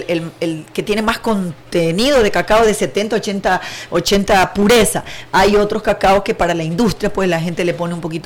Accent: Chone, Manabí, Ecuador; principalmente Chone, mi cantón donde yo nací

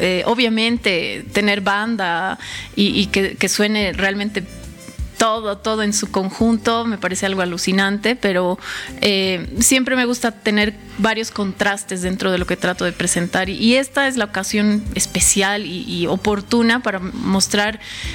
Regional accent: La Paz, Bolivia; como bolivianos, como paseños específicamente

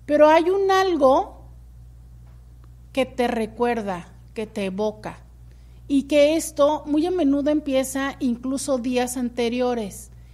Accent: Guadalajara, Jalisco, Mexico; Dicen por acá, yo soy de Guadalajara, el domingo fue a la Minerva, fue muy bonito sentir la energía colectiva

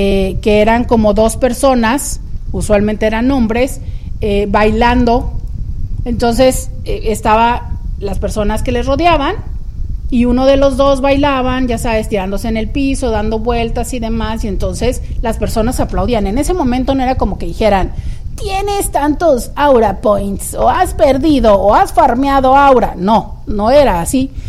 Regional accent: Mexico; Y ya sabes cómo somos los mexicanos, que somos bien, bien fans.

